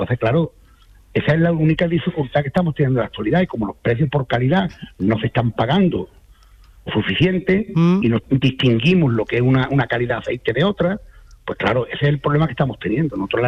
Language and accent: Spanish; Villanueva de San Juan, Andalusia, Spain; Villanueva de San Juan, que es un pueblo muy bonito, y además te comento que somos de la Sierra Sur de Sevilla, y somos un pueblo muy desconocido